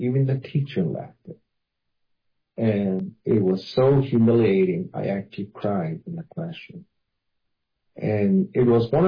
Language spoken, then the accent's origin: English; Arizona, United States; first language Hopi; I've always spoken Hopi as my first language. It's never been English.